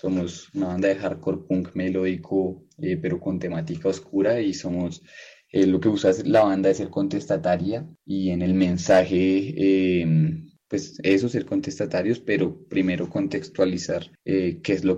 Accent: Bogotá, Bogotá Capital District, Colombia

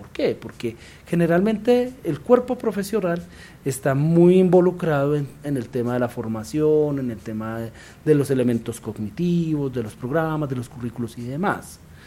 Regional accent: Bogotá, Colombia; estamos haciendo un sacrificio como bogotanos, como colombianos

